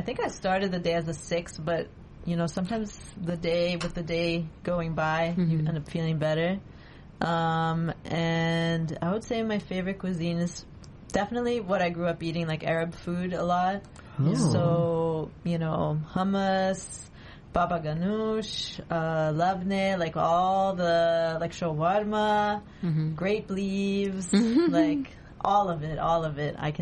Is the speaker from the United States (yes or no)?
no; Brazil; So, I grew up in Brazil, but my family immigrated from Lebanon and Syria.